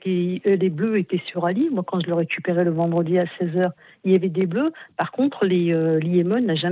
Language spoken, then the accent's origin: French; France; born there; now in Viriat, France; Moi, je suis née en France.